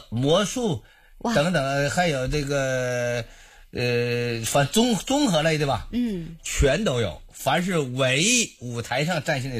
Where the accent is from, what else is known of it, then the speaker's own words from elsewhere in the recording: Panjin, Liaoning, China; moved away as an adult; now in Shenyang, China; 我的老家，我从盘锦过来的，我在盘锦交警支队退的休